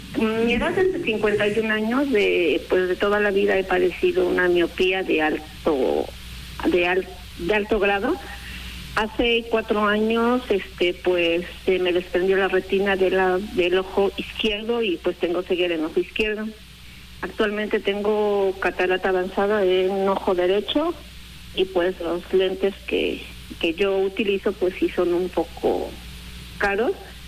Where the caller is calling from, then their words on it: Zacapoaxtla, Puebla, Mexico; De Zacapa.